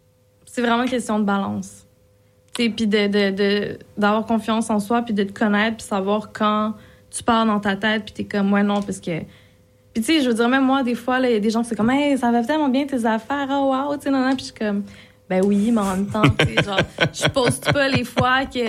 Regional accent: Montreal, Quebec, Canada; born there; also born or lived in Laval; je suis née à Laval. J'ai grandi à Laval, mais toute mon. Tu sais, même la majorité de mon primaire, tout mon secondaire, cégep, université, puis tout ça, c'était à Montréal. Fait que j'étais plus. C'est ça, Montréal et ses environs, comme on dit

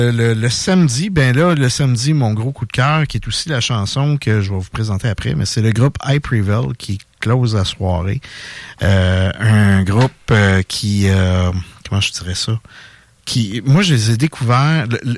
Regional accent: Quebec, Canada; moved away; ma région d'origine, qui est les Bois-Francs.

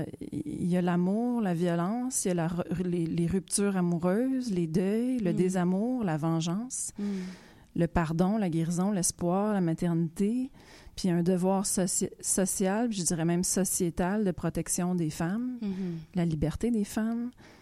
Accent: Montreal, Quebec, Canada; born there; je suis née à Montréal

